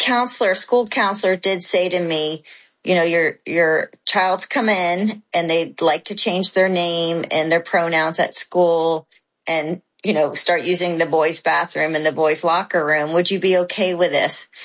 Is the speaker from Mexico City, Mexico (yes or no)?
yes; Mexico City, Mexico; also born or lived in Thailand; I was raised overseas in Mexico City in Thailand. And my parents, they moved to San Diego when I was in high school.